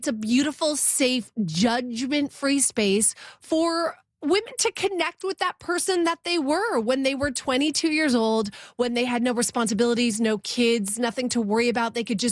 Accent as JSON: {"language": "English", "town": "Vancouver", "region": "British Columbia", "country": "Canada", "tie": "born or raised there", "said": "so excited to come back to my hometown of Vancouver this Saturday."}